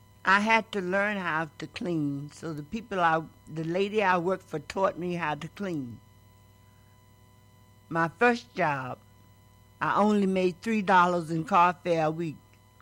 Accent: Virginia, United States; moved away; I came up north from Virginia in 1936. I was staying with, my grandmother raised me. My grandmother died. My mother was up north, so I came up north with my mother.

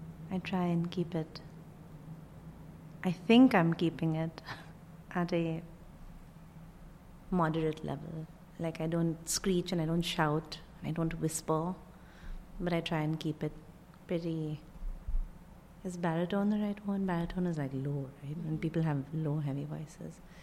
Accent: Mumbai, Maharashtra, India; moved away; I'm originally from Bombay, India.

